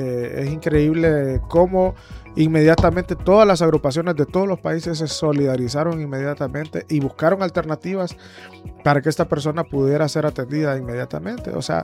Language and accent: Spanish; Honduras